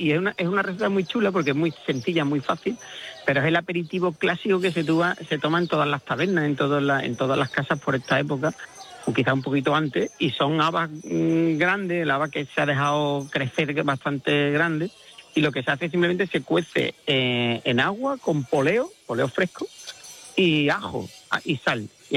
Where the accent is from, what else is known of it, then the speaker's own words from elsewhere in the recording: Andalusia, Spain; Y sobre todo en mi tierra, en todo sitio, cuidado, que no, que cada uno creo que tenemos que contar nuestra historia, ¿no? Y yo creo que Andalucía en aquel momento, y sigue ser muy desconocida por el resto del mundo